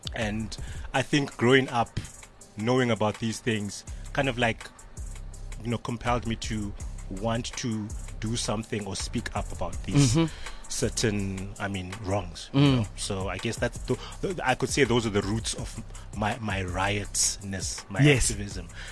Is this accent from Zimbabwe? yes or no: yes; Zimbabwe; So growing up in Zim in those in the late 80s, early 90s. We were bombarded with a lot of pop culture.